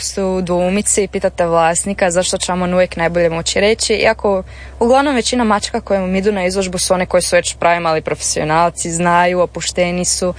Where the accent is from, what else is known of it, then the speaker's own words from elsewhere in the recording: Croatia; kao Hrvati, kao mala zemlja